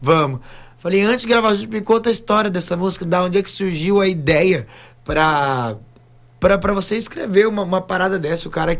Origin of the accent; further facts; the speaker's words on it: Londrina, Paraná, Brazil; Eu sou lá de Londrina, interior de Paraná, sou paranaense, vizinho de vocês aqui.